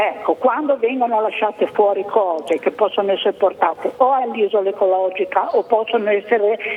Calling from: Genoa, Liguria, Italy; Io sono di San Pier d'Arena

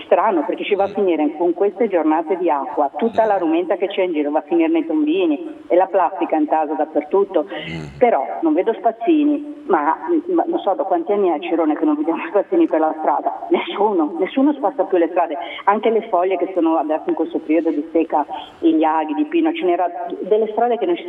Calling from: Genoa, Liguria, Italy; siamo genovesi

